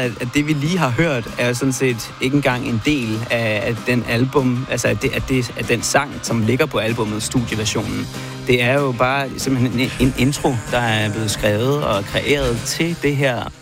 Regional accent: Stevns, Zealand, Denmark; fra Vestjylland og hjem til Stevns, hvor jeg kommer fra.

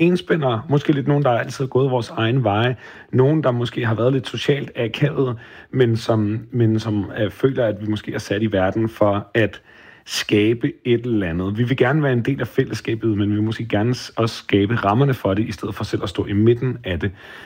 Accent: Allinge, Capital Region of Denmark, Denmark; born there; min set-afspiller hjemme i Allinge på Bornholm

